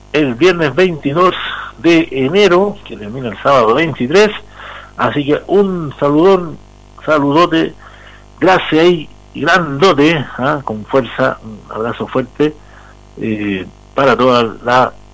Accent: Arica y Parinacota, Chile; lo que somos como cultura andina en nuestra región de Arica, Parinacota.

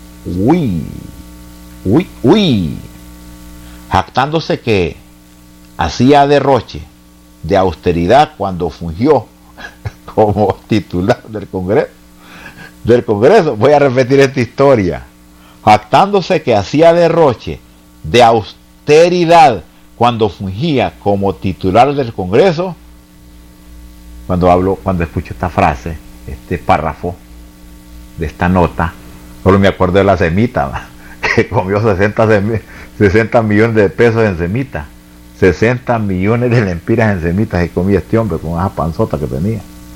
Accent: Honduras; estamos cansados, estamos molestos como pueblo hondureño.

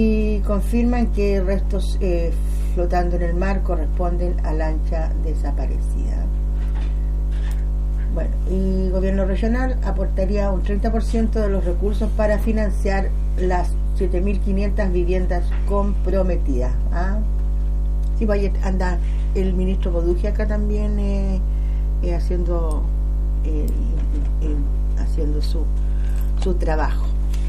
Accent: Chile

